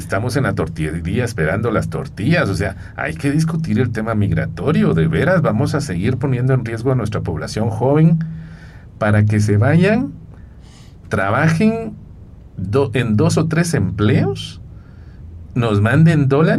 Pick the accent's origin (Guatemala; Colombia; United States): Guatemala; nosotros como guatemaltecos